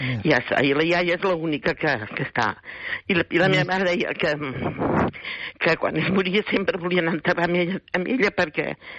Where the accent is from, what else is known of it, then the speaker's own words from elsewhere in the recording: Cerdanyola del Vallès, Catalonia, Spain; I jo soc de Cerdanyola, nosaltres vivim a Cerdanyola.